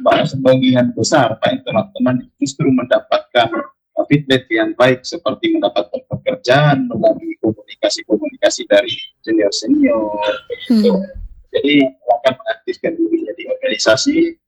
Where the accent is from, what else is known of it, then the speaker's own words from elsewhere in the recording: East Nusa Tenggara, Indonesia; moved away as an adult; now in Makassar, Indonesia; Apalagi saya ini asli orang NTT, hanya kuliah aja di Makassar.